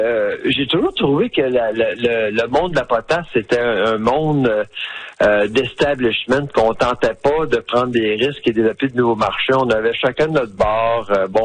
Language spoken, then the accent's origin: French; Saskatchewan, Canada; que ce soit chez nous, en Saskatchewan, ou bien au Bélarus.